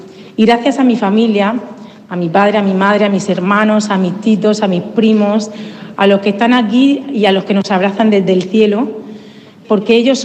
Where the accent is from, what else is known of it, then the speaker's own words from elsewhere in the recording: El Esparragal, Region of Murcia, Spain; Gracias a mi Esparragal, mi pueblo, del que me siento tremendamente orgullosa. El Esparragal y sus gentes son mis raíces y una huella inseparable de lo que hoy yo soy.